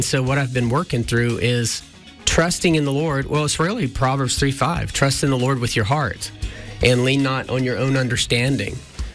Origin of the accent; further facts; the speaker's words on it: United States; I'm an American Christian.